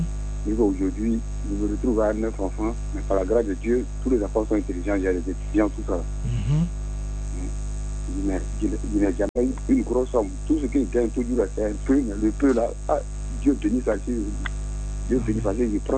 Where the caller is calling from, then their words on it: Abidjan, Côte d’Ivoire; Non, je suis à la Riviera Faya.